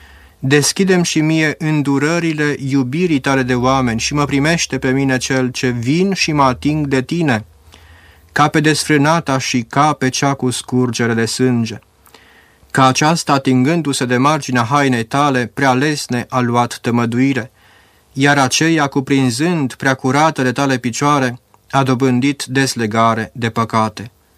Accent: Romania; Nu suntem mântuiți pentru că suntem români sau pentru că suntem ortodoxi

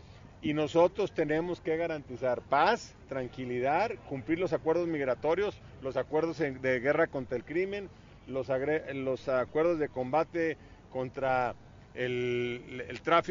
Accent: Mexico

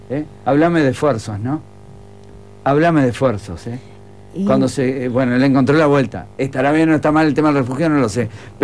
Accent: Uruguay; Porque somos uruguayos

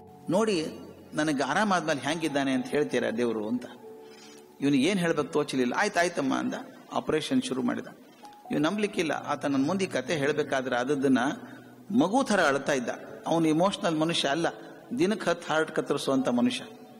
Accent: Karnataka, India

